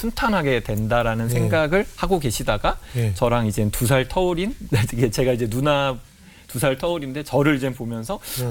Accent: South Korea; 뭐 사실 뭐 대한민국에서 태어나서 성장을 한다는 건 눈 떴을 때부터 항상 그 비교를 당하는 그런 삶인 것 같아요.

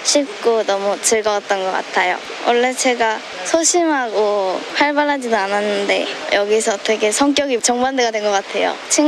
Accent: Seoul, South Korea; 저는 서울 구로구에서 왔어요.

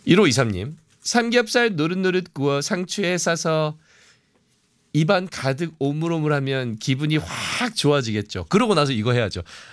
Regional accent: Gyeongsang, South Korea; 저도 이제 경상도 사람이니까.

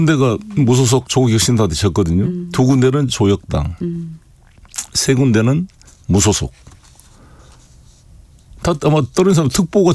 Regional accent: Honam, South Korea; moved away; 저도 호남 출신이지만

